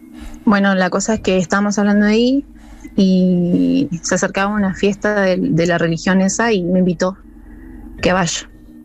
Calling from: Paraná, Entre Ríos, Argentina; De Paraná, Entre Ríos.

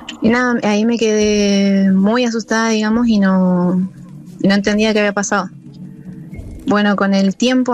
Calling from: Paraná, Entre Ríos, Argentina; De Paraná, Entre Ríos.

